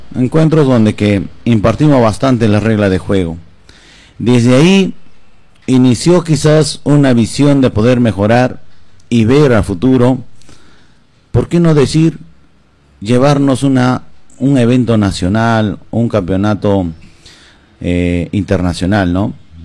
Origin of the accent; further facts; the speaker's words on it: Pichanaki, Junín, Peru; al momento que nos ven, ya todos voltean la mirada y que somos de Pichanaki.